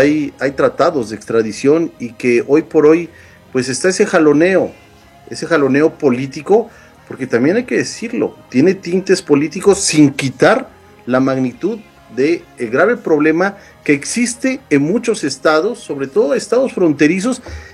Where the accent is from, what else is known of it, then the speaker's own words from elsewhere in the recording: Mexico; Y no se trata de defender a nuestro país como mexicanos, sino de pedir justicia, claro, justicia.